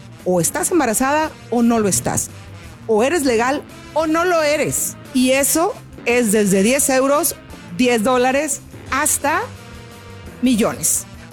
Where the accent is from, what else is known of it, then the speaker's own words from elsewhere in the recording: Mexico; porque bueno, finalmente somos mexicanas y tenemos que hablar de esto